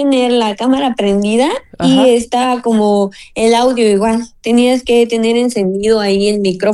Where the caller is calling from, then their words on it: Chiapas, Mexico; soy del estado de Chiapas.